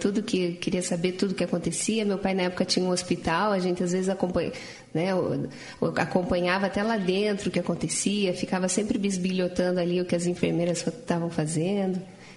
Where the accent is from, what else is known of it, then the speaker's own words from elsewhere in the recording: Castro, Paraná, Brazil; moved away as an adult; now in Curitiba, Brazil; Eu sou nascida aqui em Curitiba, mas eu morei a minha infância inteira em Castro, interior do Paraná.